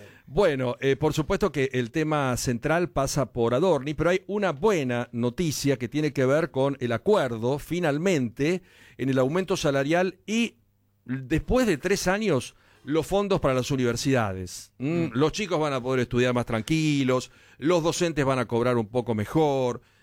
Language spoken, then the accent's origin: Spanish; Buenos Aires Province, Argentina; now in Buenos Aires, Argentina; vos y yo, bonaerenses.